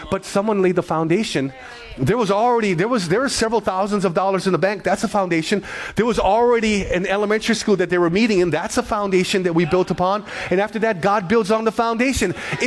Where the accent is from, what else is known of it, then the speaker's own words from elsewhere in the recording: Hawaii, United States; Like, I'm from the Big Island. I go home every once in a while, and I will drive by my old high school